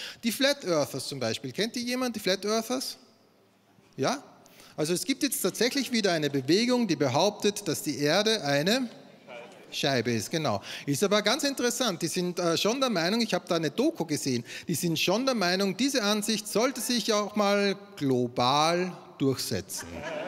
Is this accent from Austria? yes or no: yes; Styria, Austria; Das gibt es bei uns in Österreich, ja? In der Steiermark wird das produziert.